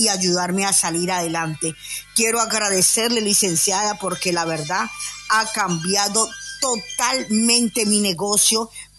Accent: Concordia, Entre Ríos, Argentina; soy de Concordia, quiero decirle que yo tengo precisamente acá un negocio de pinturas

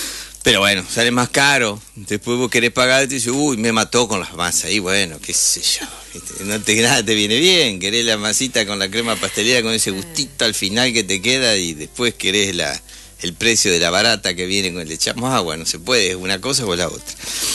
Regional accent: Victoria, Entre Ríos, Argentina; somos de acá, de las Siete Colinas, de la ciudad de Las Rejas, de los pagos de Gaspar Benavento.

